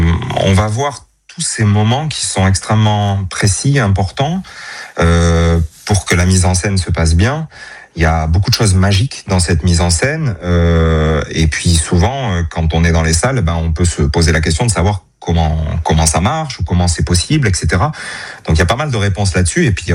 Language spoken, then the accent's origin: French; Occitanie, France; c'est ma région, parce que c'est là où j'ai grandi et que mon cœur est là